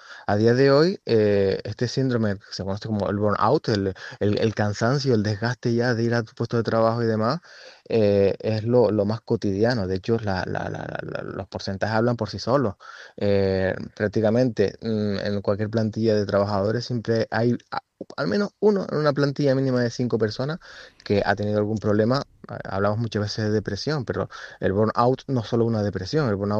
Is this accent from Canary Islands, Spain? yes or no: yes; Canary Islands, Spain; comunidades autónomas como Canarias, es donde estamos arriba del todo